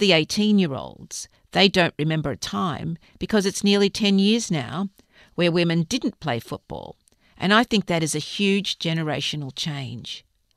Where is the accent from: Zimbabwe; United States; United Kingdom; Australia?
Australia; St Kilda, Victoria; I grew up in St Kilda in a tiny little weatherboard house. I was an adult when my parents moved out of St Kilda, and it changed massively over those years.